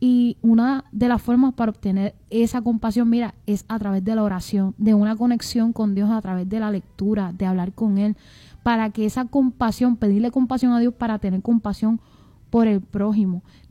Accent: Puerto Rico; Somos boricua

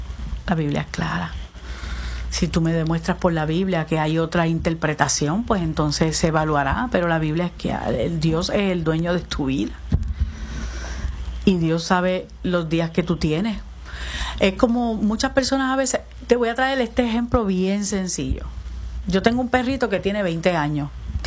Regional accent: Las Piedras, Puerto Rico; also born or lived in Humacao; Soy de Las Piedras. Yo vivo en Las Piedras. Nací en Humacao, pero vivo en Las Piedras.

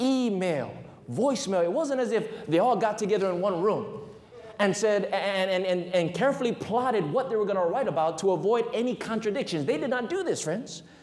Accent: Waianae, Hawaii, United States; Growing up, I had no idea what was God or who was God. And as a result of not having a spiritual foundation, growing up in Waianae on t

